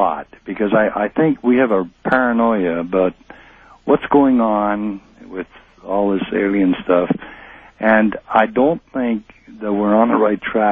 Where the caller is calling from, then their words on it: Caldwell, Idaho, United States; I'm calling from Caldwell, Idaho.